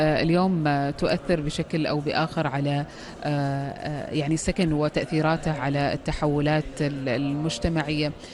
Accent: Oman

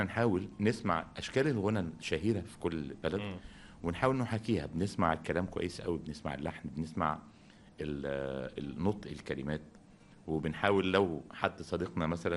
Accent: Egypt; عندنا في مصر

